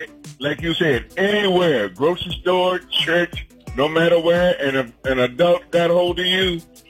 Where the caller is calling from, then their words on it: Richmond, Virginia, United States; Richmond, Virginia.